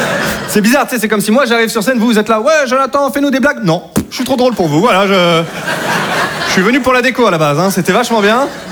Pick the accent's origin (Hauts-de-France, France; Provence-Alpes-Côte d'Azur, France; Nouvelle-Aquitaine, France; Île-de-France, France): Hauts-de-France, France